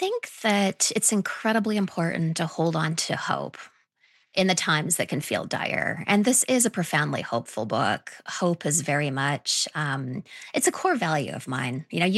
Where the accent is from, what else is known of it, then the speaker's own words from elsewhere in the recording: British Columbia, Canada; moved away as an adult; now in United States; I'm from the West Coast. I grew up in British Columbia. My dad was from Southern California. My mother was born in Canada, but, dad from the States.